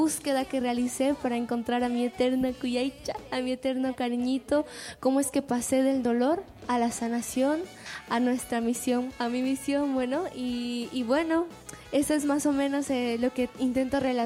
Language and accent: Spanish; Huanta, Ayacucho, Peru; en mi Huanta querido, en mi tierra. Y ahí iba pues con mi traje huamanguino, con también las letras eran en quechua, entonces comencé a tener ese acercamiento a mis raíces